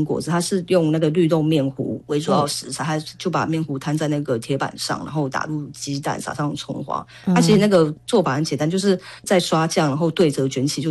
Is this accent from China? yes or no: no; northern Taiwan, Taiwan; 我是北部的小孩，我对粉浆蛋饼我概念没有比较少吃